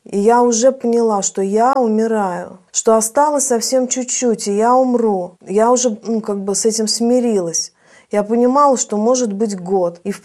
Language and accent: Russian; Southern Urals, Russia; moved away; Я сама издалека, с Южного Урала, это граница с Казахстаном.